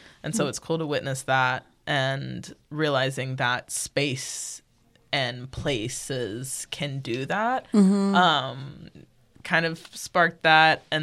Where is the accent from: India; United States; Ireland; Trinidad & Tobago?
United States; Kentucky; I grew up in Kentucky, so I wasn't seeing too much variety of things